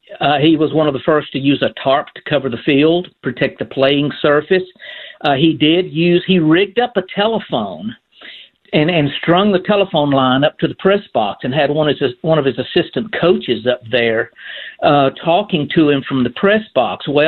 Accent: Chattanooga, Tennessee, United States; I grew up in Chattanooga

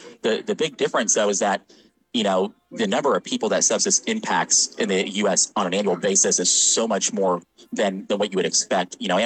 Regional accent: Orlando, Florida, United States; also born or lived in Midwest; now in Kentucky, United States; I grew up down in Orlando, Florida originally, and then kind of lived all over the Midwest.

